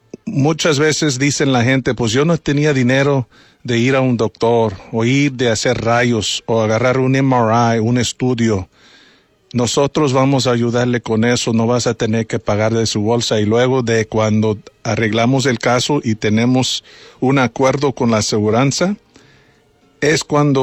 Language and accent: Spanish; Bryan, Texas, United States; Yo nací aquí en Bryan. Yo gradué de Bryan High School, fui a Texas A&M y regresé a mi pueblo.